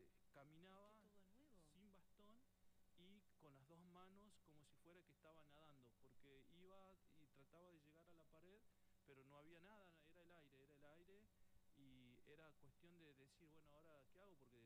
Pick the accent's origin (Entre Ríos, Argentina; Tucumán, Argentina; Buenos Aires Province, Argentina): Tucumán, Argentina; moved away as an adult; Tengo 42 años, así que vengo desde Tucumán, llegué acá en el 2024, estamos en el 2026.